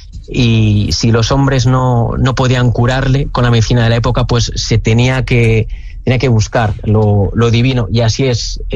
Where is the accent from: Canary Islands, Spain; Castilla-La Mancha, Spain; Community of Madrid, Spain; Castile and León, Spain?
Castile and León, Spain; Alcañices; Por ejemplo, mi pueblo de Alcañices está a 100 kilómetros